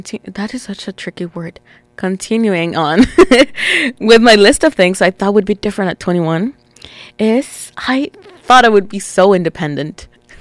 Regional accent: Mexico; I grew up in Mexico, all right? So I thought I would be a full-on adult at 18.

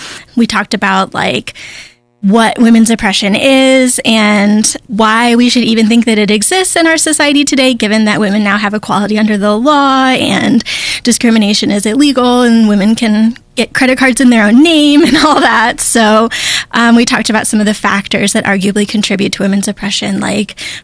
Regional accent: Daytona Beach, Florida, United States; I grew up in Florida in the Daytona Beach area, and it was a very touristy, like beachy area.

